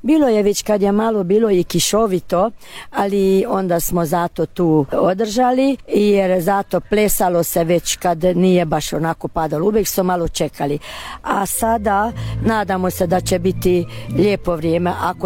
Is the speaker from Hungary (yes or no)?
yes; Harkány, Baranya, Hungary